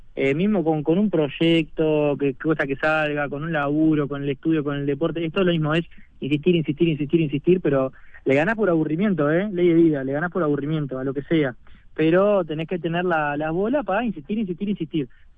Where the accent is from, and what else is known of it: Uruguay